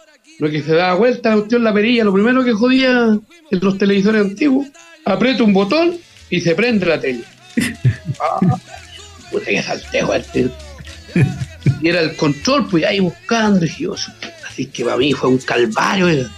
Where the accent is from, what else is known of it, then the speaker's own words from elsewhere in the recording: Monteagüe, Chile; yo le dije, oiga, es que yo soy de Monteagüe, soy del campo, y voy a donde Enrique Maluenda.